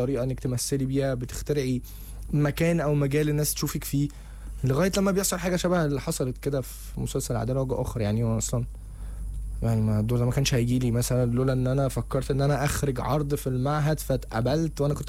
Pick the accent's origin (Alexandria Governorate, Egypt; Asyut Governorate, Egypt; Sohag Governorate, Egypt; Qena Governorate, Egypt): Alexandria Governorate, Egypt; Alexandria; also born or lived in Cairo; انا اصلا من اسكندرية، فانا عشت 8 سنين فلوحدي مغترب في القاهرة بقى